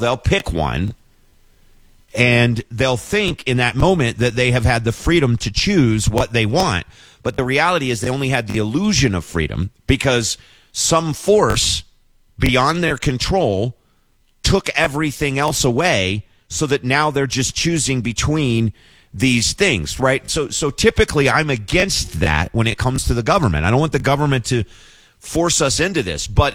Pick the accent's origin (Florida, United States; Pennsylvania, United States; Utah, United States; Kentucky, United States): Kentucky, United States; Wilmore; my hometown of Wilmore